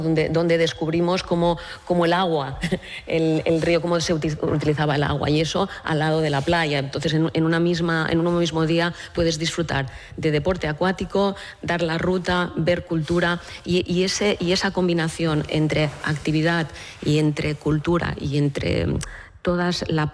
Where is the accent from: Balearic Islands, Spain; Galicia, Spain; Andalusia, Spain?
Balearic Islands, Spain; Ibiza; Obviamente soy subjetiva, soy ibicenca y soy alcaldesa